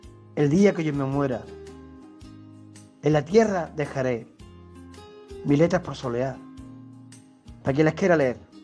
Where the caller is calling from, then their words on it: San Roque, Andalusia, Spain; soy de San Roque